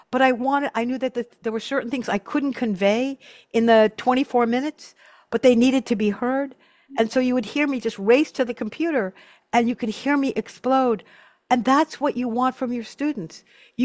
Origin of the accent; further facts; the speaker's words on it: Hicksville, New York, United States; I grew up on Long Island in Hicksville, New York, and the teachers I had, they taught by the Socratic method.